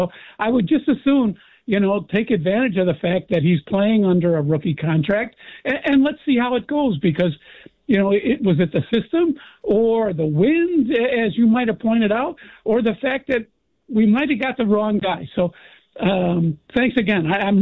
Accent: Chicago, Illinois, United States; because we're originally from Chicago

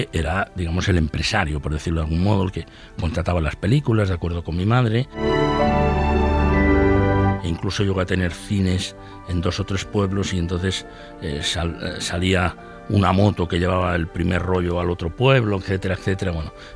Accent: Aragon, Spain; porque aunque éramos provincia de Huesca, mi pueblo está a 50 kilómetros de Barcelona y a 110 de Huesca

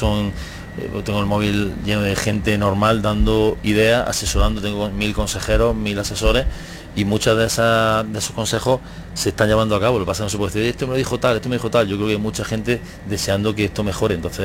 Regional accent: Jaén, Andalusia, Spain; Todo lo que estamos haciendo somos de Jaén.

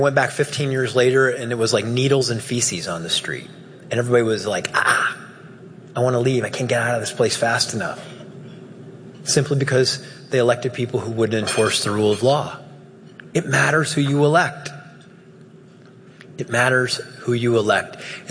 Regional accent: Dayton, Ohio, United States; I was from Dayton. Dayton was a 613 out of 613 in academic performance.

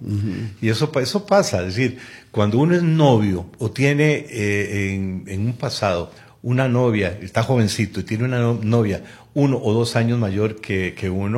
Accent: San José, Costa Rica; born there; moved away as an adult; also born or lived in Mexico; yo nací en Barrio Amón, en una casa esquina opuesta a los lavaderos de Traube.

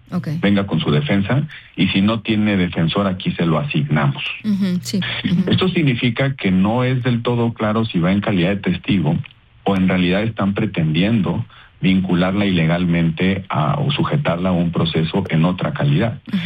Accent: Mexico; Yo, como mexicano, te digo, ya no puedes esperar nada razonable de estas prácticas

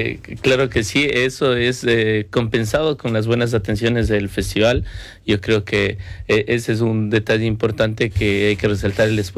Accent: Ecuador; Nosotros como ecuatorianos nos sentimos felices de haber venido a Ourense por primera vez.

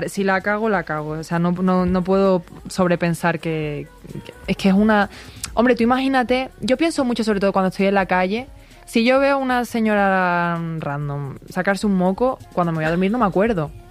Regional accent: Andalusia, Spain; Esto, yo tengo esta nariz y esta cara porque soy de Andalucía.

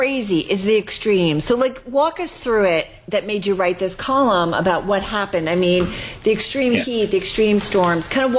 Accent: New Jersey, United States; New Jersey particularly, which is my home state

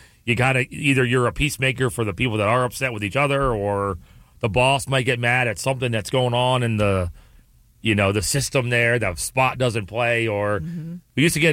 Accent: Charlotte, North Carolina, United States; I said, well, sir … from Charlotte.

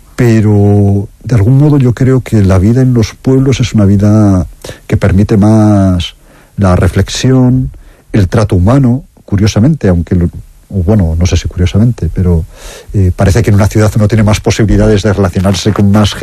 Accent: Castile, Spain; la España interior, la España vacía, la Castilla nuestra

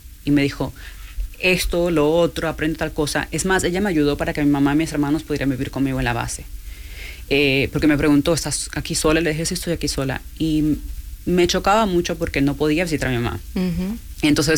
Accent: New Jersey, United States; moved away as an adult; yo crecí en New Jersey.

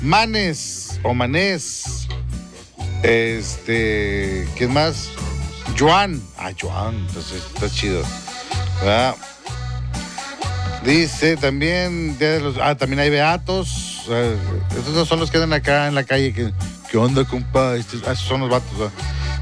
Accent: Guanahuises, Nuevo León, Mexico; Saludos para toda la gente allá de Guanahuises, Nuevo León, mi pueblo querid

